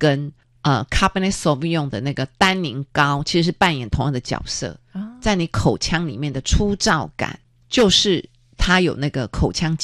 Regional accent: Taiwan; 我们台湾人喜欢吃甜辣酱

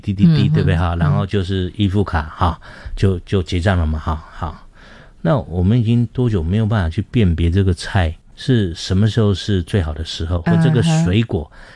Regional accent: Miaoli County, Taiwan; moved away as an adult; 我是苗栗的小孩

